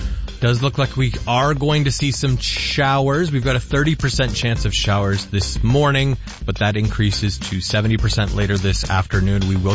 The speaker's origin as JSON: {"language": "English", "town": "Hamilton", "region": "Ontario", "country": "Canada", "said": "If you don't know, I'm from Hamilton originally, and I absolutely love the CFL."}